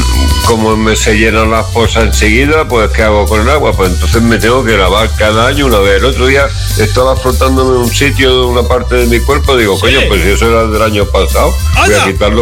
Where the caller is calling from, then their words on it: Murcia, Region of Murcia, Spain; de Murcia.